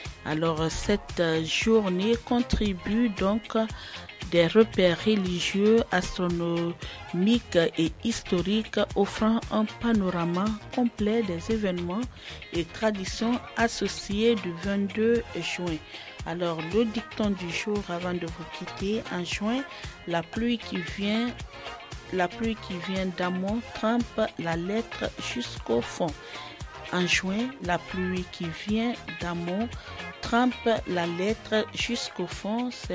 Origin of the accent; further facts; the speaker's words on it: Guinea; chez nous en Guinée